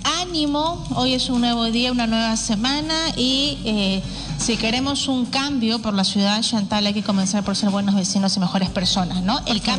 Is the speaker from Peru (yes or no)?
yes; Ate, Lima, Peru; Yo también soy de ATE.